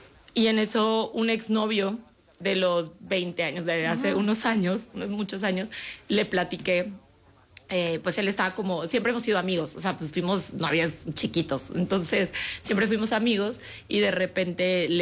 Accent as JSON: {"language": "Spanish", "town": "Guadalajara", "region": "Jalisco", "country": "Mexico", "lives_now": "Mexico City, Mexico"}